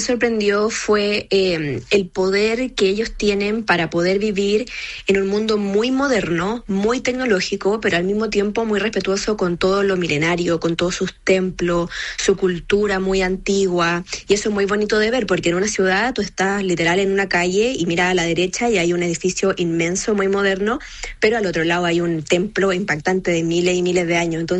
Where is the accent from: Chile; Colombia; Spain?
Chile; China últimamente facilitó el visado para como chilenos entrar al país.